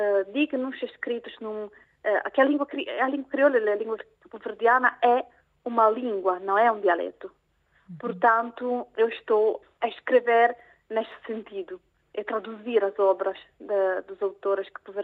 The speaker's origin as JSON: {"language": "Portuguese", "country": "Italy", "second_language": "Portuguese", "said": "E eu, sobretudo, claro, do meu ponto de vista, como italiana, as coisas que eu faço são sobretudo em relação à tradução."}